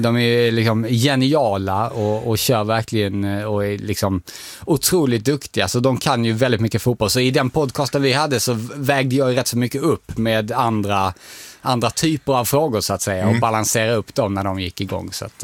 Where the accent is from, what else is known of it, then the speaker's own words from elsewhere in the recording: Dalby, Skåne, Sweden; Jag är från Dalby, så en liten rivalby.